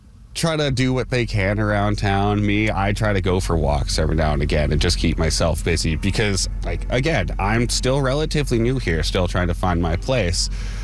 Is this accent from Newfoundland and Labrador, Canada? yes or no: no; Saskatoon, Saskatchewan, Canada; Growing up in Saskatoon, you're around trains all the time.